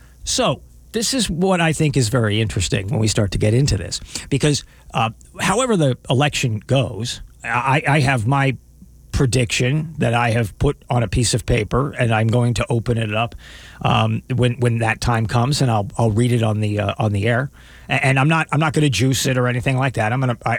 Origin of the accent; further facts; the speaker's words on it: United States; I happen to like being an American.